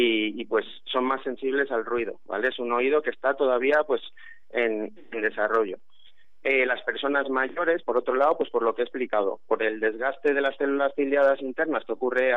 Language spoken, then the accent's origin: Spanish; Alicante, Valencian Community, Spain; Yo soy alicantino desde siempre y desde que nací.